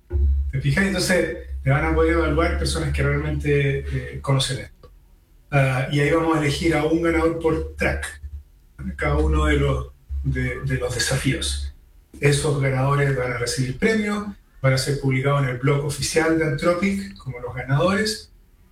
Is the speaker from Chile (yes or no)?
yes; Chile; parte de mi rol como chileno